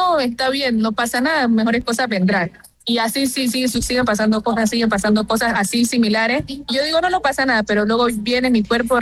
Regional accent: Tumaco, Nariño, Colombia; moved away

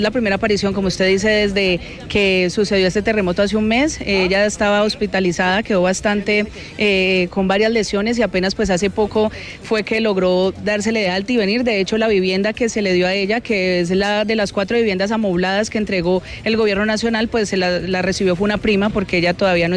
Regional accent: Cali, Valle del Cauca, Colombia; yo también soy caleña

